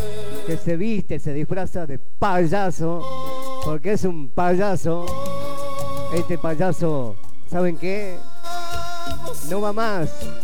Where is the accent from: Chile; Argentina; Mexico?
Argentina; no soy peronista, no soy justicialista, no soy radical, no soy de izquierda, no soy de derecha ni del centro, soy argentino